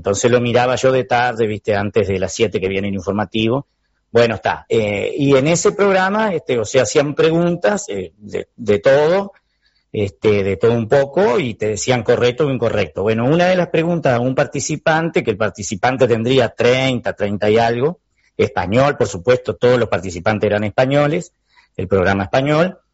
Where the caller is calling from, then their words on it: San José, Uruguay; aquí escuchándote desde San José, soy líder de San José.